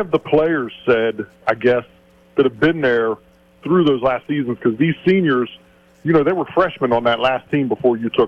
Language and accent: English; West Virginia, United States; Chad, you know, I'm from West Virginia, grew up, you know, Brook High, big football program up there